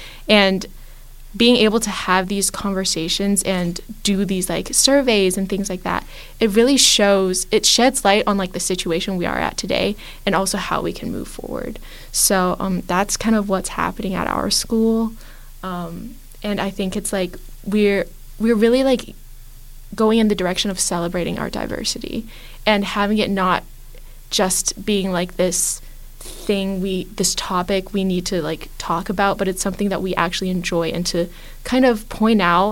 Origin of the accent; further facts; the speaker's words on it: China; now in United States; So I grew up in China. I'm, like, with my sister, and we were kind of, like, the two outliers. We went to international school, though, so it was, like, a very diverse student population.